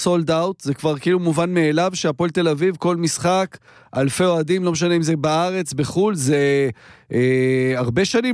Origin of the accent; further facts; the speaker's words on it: Jerusalem, Jerusalem District, Israel; אנחנו ילדים בירושלים, בבית הכרם, רמת שרת